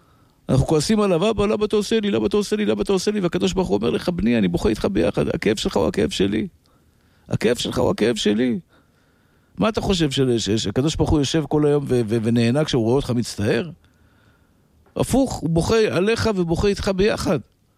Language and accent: Hebrew; Tel Aviv, Tel Aviv District, Israel; כשהייתי ילד גרתי בשכונת התקווה